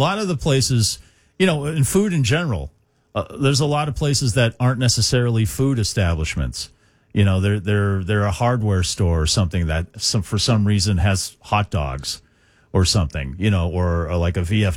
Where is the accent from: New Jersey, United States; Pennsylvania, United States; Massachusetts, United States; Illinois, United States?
Massachusetts, United States; Natick; when I was growing up in Natick